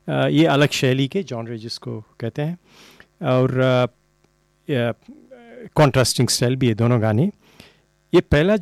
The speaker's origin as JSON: {"language": "Hindi", "region": "Andhra Pradesh", "country": "India", "moved": "yes", "lives_now": "Sydney, Australia", "said": "मैं आंध्रा से हूँ"}